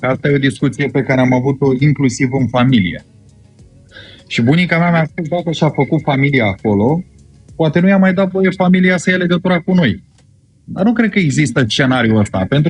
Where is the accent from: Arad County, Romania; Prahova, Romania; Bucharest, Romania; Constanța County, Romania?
Constanța County, Romania; Medgidia; eu am copilărit în Medvedia, județul Constanța.